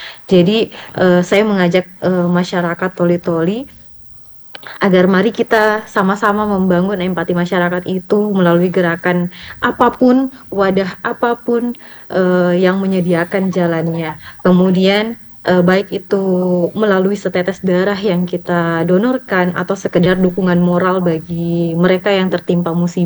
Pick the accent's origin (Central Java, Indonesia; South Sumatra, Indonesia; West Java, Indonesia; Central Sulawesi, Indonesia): Central Sulawesi, Indonesia; Tolitoli; kita sebagai warga Toli-Toli yang gemar gotong royong